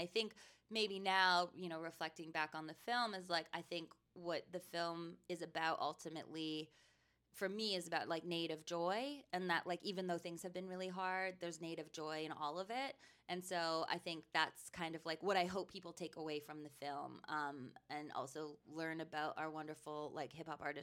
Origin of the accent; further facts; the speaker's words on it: Edmonton, Alberta, Canada; I'm from Edmonton in, like, northern Alberta